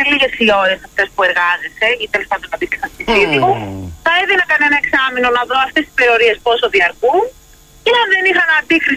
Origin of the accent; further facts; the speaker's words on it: Thessaloniki, Central Macedonia, Greece; από τη Θεσσαλονίκη.